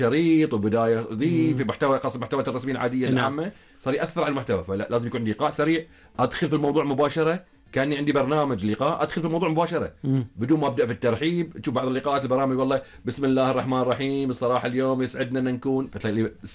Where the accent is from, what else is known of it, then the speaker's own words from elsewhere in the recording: Bahrain; عندنا في البحرين،